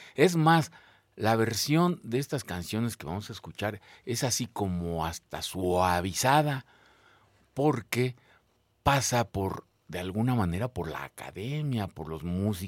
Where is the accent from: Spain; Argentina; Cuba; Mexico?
Mexico; así como somos los mexicanos